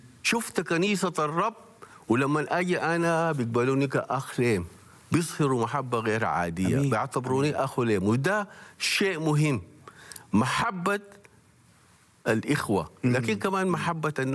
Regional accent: Sudan; أنا بكون سوداني

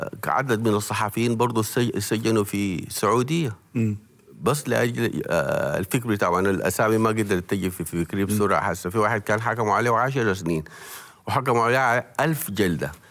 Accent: Sudan

